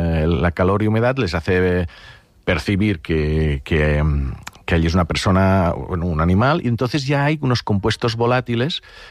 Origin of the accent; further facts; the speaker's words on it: Catalonia, Spain; mira que soy del Delta del Ebre, hay mosquitos...